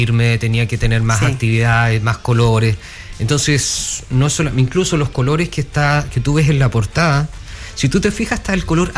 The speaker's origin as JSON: {"language": "Spanish", "town": "Santiago", "region": "Santiago Metropolitan Region", "country": "Chile", "tie": "born there", "lives_now": "Los Ángeles, Chile", "said": "Nací en Santiago."}